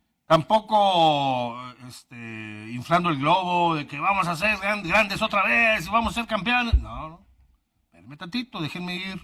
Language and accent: Spanish; Mexico; Pepe Peña, como buenos mexicanos, con eso del metro, parques y baches, dejamos todo para el último minuto.